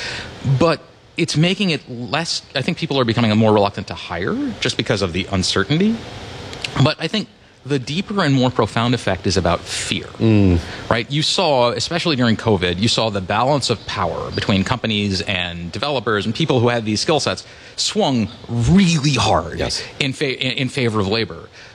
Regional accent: Rockville, Maryland, United States; born or raised there

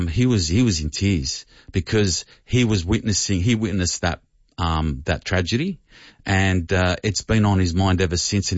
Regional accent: Sydney, New South Wales, Australia; From Roselands.

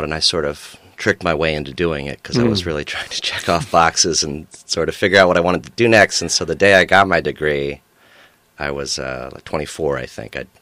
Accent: Thetford, Vermont, United States; Well, I grew up in Thetford, Vermont, and graduated from Thetford Academy in 2004. And ended up sticking around Vermont for a year.

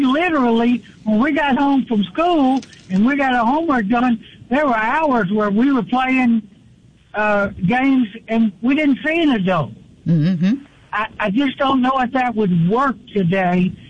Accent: Metairie, Louisiana, United States; now in Natchez, United States; I grew up in Metairie, and I grew up in the 50s

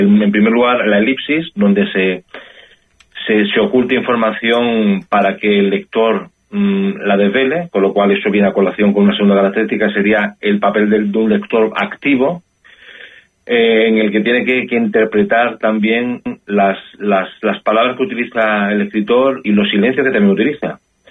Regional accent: Ceuta, Spain; los que somos de Ceuta

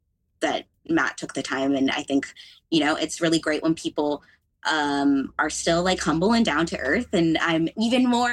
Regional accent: Canada; And I feel really proud as a Canadian too.

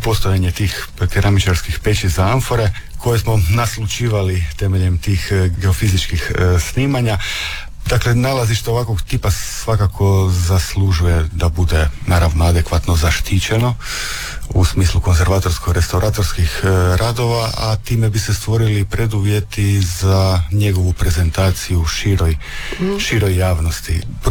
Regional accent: Istria County, Croatia; kod nas u Istri

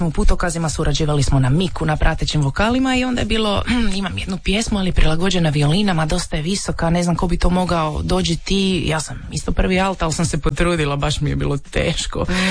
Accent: Rijeka, Primorje-Gorski Kotar County, Croatia

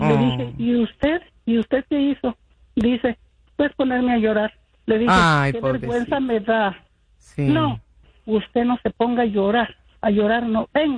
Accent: Ameca, Jalisco, Mexico; born there; al cabo que yo nací en Jalisco, en la Meca, Jalisco.

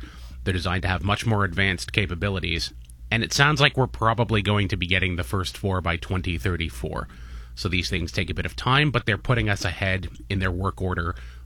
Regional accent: Canada

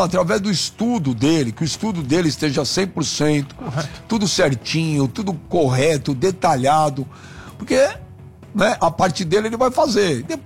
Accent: Brazil; sou brasileiro

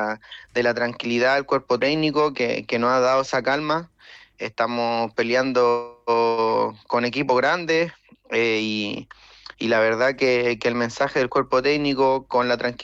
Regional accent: Quillota, Valparaíso, Chile; sí, soy de Quillota.

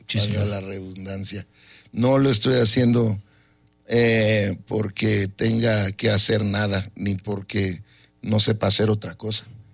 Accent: Zacatecas, Mexico; also born or lived in San Antonio, Texas, United States; Pero me crié en Zacatecas, desde que tengo uso de razón, mi cultura pues es mexicana 100%, traigo el mendigo nopal aquí puesto en la cara.

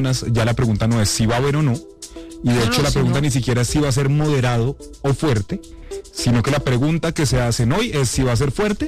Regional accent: Bogotá, Colombia; que uno como bogotano sabe que en algún momento cae un aguacero y se cae el cielo.

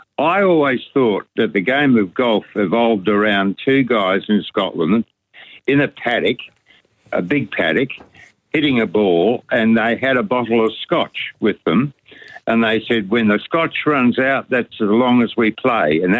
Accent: Perth, Western Australia, Australia; I'm from Perth, of course, and the place is all purple right now.

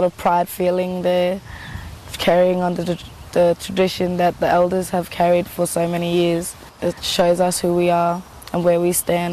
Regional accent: Western Australia, Australia; I'm from Roban Igamagadu, that's Western Australia in the Pilbara. I'm 19 years of age. As an Aboriginal woman

